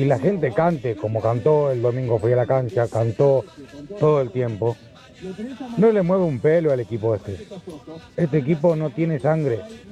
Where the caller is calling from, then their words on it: Moreno, Buenos Aires Province, Argentina; de Moreno.